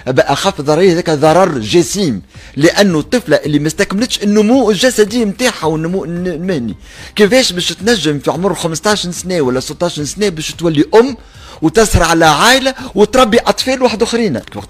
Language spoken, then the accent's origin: Arabic; Tunisia; احنا كذلك الوعي نتاعنا مرتفع في تونس